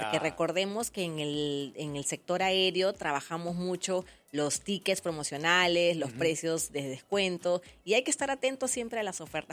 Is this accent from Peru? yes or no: yes; Peru